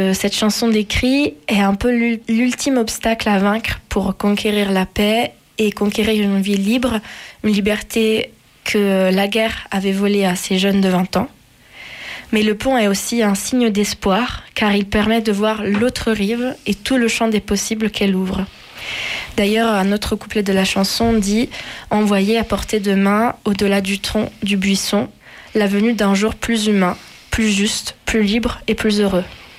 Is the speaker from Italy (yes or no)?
yes; Venice, Veneto, Italy; moved away; ma ville natale, Venise, qui est une ville à mesure d'eau, comme on dit, où les ponts sont donc souverains.